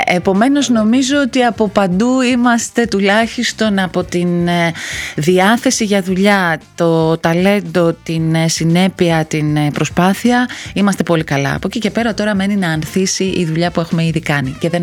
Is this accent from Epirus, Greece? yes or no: yes; Ioannina, Epirus, Greece; moved away as an adult; also born or lived in Athens; έκλεισα χτες στα Γιάννενα. 7 Ιουλίου του 2025 μετακόμισα στην πόλη, που είναι η πόλη μου έτσι κι αλλιώς, αλλά ζούσα χρόνια στην Αθήνα